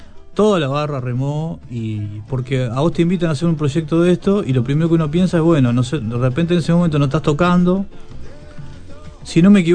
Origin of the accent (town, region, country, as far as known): Uruguay